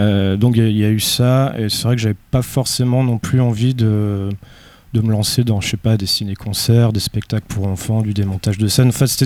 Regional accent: Brittany, France; sur la précédente cassette, c'était 29 parce que je viens du Finistère.

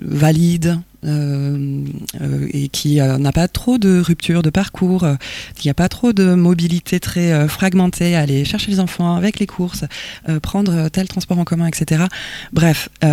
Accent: South-West France, France; now in Brittany, France; Moi, je viens du Sud-Ouest. C'est … qui parle. Je viens du Sud-Ouest

